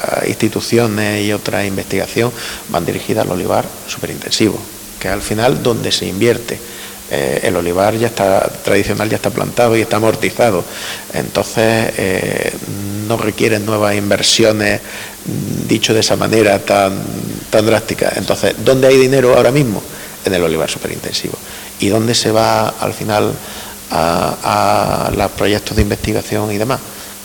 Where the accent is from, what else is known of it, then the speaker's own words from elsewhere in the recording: Fuerte del Rey, Andalusia, Spain; Yo soy de Fuerte del Rey.